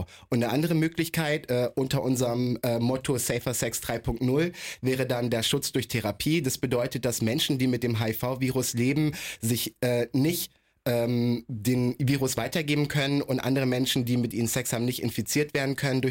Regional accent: Berlin, Germany; ich komme aus Berlin

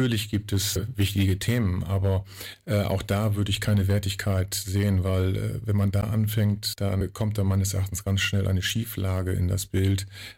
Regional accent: Varel, Lower Saxony, Germany; Ich bin Urfahreler, also richtig in Fahrel geboren, im Jahre 1964 und habe in Fahrel die Schule besucht, das Gymnasium, bin dort aufgewachsen, bin in sehr vielen Vereinen aktiv

